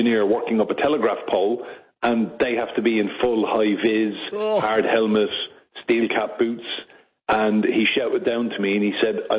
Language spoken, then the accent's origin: English; Leinster, Ireland; I grew up in County Wexford. Now, you know where Wexford is in Ireland, Tony. Mm. We call it the sunny southeast.